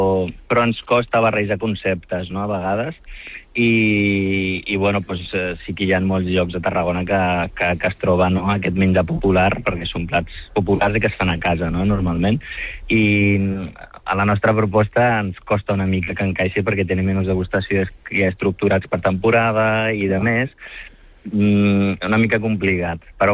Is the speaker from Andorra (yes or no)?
no; North, Morocco; perquè jo vinc del nord del Marroc, soc a Masí...